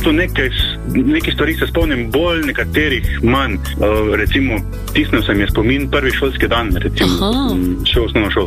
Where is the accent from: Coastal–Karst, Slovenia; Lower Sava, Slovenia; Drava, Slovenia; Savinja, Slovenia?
Drava, Slovenia; Kovača vas; odraščal sem v Kovači vasi, to je v bistvu minuto iz Slovenske Bistrice. Doma mi imamo še v bistvu kmetijo in ogromno časa sem preživel v naravi, ob hišnih in pač kmečkih opravilih.